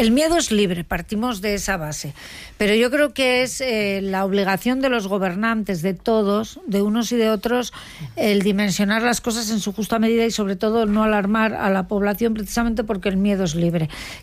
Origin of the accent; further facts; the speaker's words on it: Madrid, Community of Madrid, Spain; born there; Ahí nací yo, en el Gómez Ulla, sí, claro.